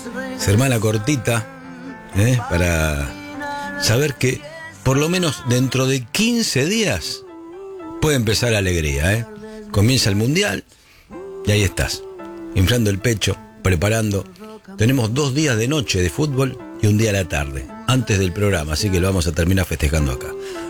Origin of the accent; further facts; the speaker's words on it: Argentina; somos argentinos